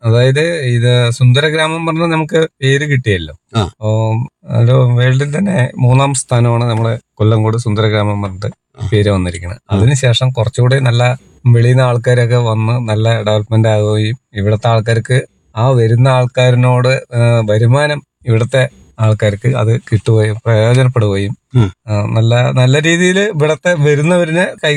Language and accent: Malayalam; Kerala, India; ആ, ജനിച്ചു വളർന്ന ഇവിടുന്ന് ഒരു എടച്ചറ പറഞ്ഞ സ്ഥലത്താണ് ഞാൻ ജനിച്ചത്.